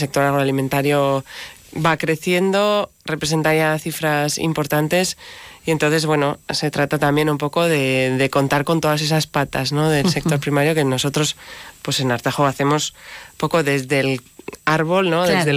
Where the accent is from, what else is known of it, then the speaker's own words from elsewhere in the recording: Spain; aunque estemos en unas zonas rurales, porque yo soy de la Ribera, nosotros vivimos en Rioforada